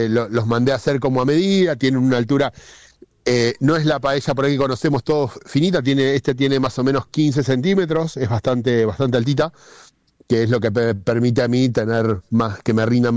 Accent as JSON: {"language": "Spanish", "town": "Azul", "region": "Buenos Aires Province", "country": "Argentina", "tie": "born or raised there", "also_born_or_lived": "Rosario", "moved": "as an adult", "lives_now": "Ushuaia, Argentina", "said": "yo soy de Azul, provincia de Buenos Aires, y nada, me crié en el campo y bueno, a los 18 me fui a Buenos Aires a formar en gastronomía"}